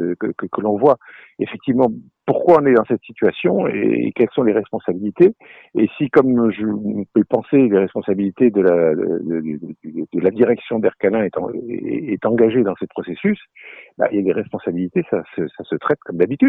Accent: New Caledonia; nous, en tant que Calédonien

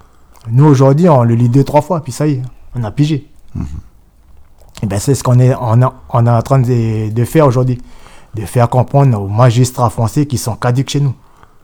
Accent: New Caledonia; Nous, on est des Kanaks. On n'est pas des Français.

